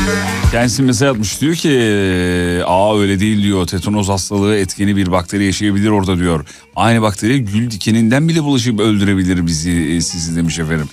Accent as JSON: {"language": "Turkish", "town": "İzmit", "region": "Kocaeli", "country": "Turkey", "said": "Şu an bizi dinleyen, ben de İzmitliyim."}